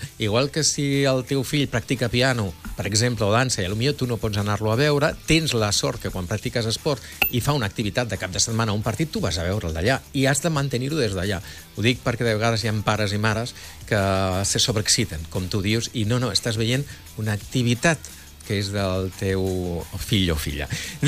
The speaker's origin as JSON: {"language": "Catalan", "town": "Vila-seca", "region": "Catalonia", "country": "Spain", "said": "jo sóc de Vilaseca, de Tarragona, i allà tenim les muntanyes també molt a prop"}